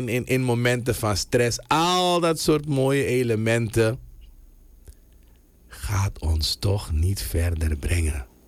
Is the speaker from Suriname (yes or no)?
yes; Suriname; Sommige dingen houden wij gewoon als Surinamers, als natie, als samenleving.